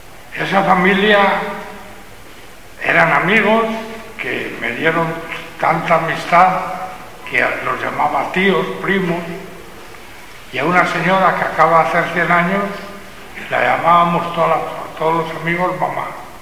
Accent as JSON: {"language": "Spanish", "country": "Spain", "tie": "born or raised there", "moved": "as an adult", "said": "los que somos naturales de España"}